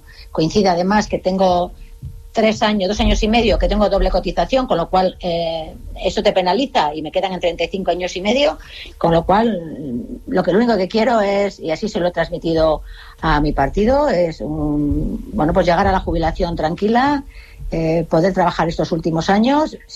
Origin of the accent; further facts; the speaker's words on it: Basque Country, Spain; born there; also born or lived in Extremadura; le debo mucho también a mi tierra, porque si algo nos enseña Euskadi es que se ama mucho la tierra, ¿no? Y la pertenencia, y sobre todo los que pertenecemos a dos sitios, llegamos a querer de igual manera de dónde venimos y dónde nos hemos criado